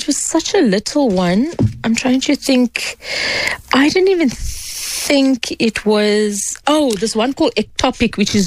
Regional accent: South Africa; a Muslim woman, Muslim Indian woman growing up in South Africa

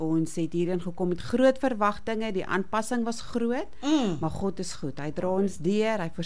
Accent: George, Western Cape, South Africa; Ek is hier van George, sommer local.

